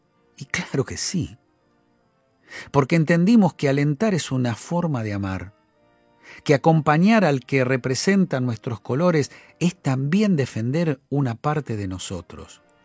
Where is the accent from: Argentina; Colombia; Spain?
Argentina